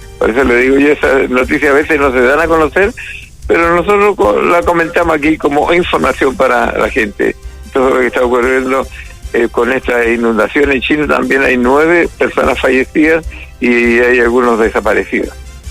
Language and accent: Spanish; Chile; los chilenos también son trabajólicos, pero a veces nos quedamos un poquito